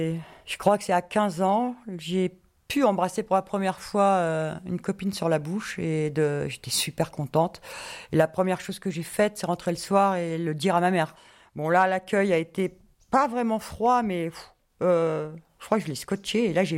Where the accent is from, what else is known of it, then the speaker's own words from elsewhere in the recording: Paris, Île-de-France, France; now in Tarn, France; Moi, je suis née à Paris, j'ai grandi à Paris. Et dans les années 85, je suis arrivée dans le Tarn